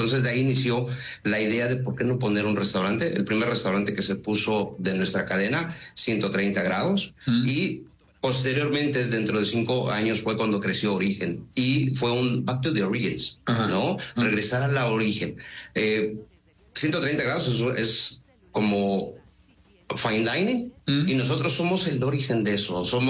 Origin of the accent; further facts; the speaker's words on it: Mexico; Es un poco de la gastronomía mexicana, de lo que nosotros como mexicanos y hoy en Mérida, hoy en día, creamos maravillas, ¿no?